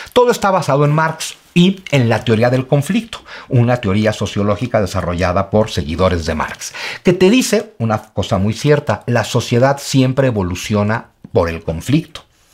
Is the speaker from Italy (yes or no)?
no; Mexico; Y sin embargo, ambos comparten una idea, somos mexicanos.